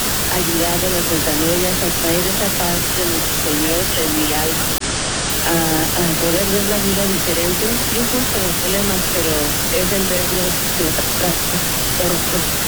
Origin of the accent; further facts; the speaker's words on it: San Diego, California, United States; Soy de San Diego, voy a la parroquia del Cuerpo de Cristo, Corpus Christi, algunas veces a Santa Rosa de Lima